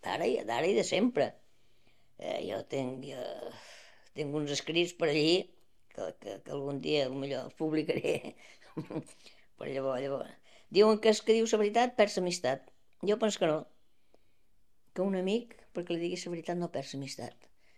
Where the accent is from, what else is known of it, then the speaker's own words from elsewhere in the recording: Balearic Islands, Spain; born there; Jo, de Menorca, jo he nascut a Menorca, però a mi m'ha agradat molt tot el Louis Vicent.